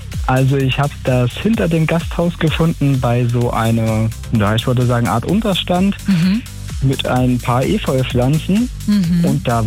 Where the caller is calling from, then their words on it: Georgenthal, Thuringia, Germany; Ich komme aus Georgenthal.